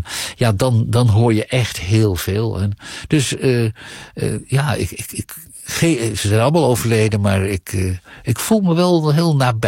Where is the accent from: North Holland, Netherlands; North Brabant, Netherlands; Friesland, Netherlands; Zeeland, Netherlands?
Friesland, Netherlands; Leeuwarden; moved away as an adult; Want ik groeide op in Leeuwarden. En Friesland is echt, het is me na aan het hart gebakken, maar de wereld is soms ook wel heel klein.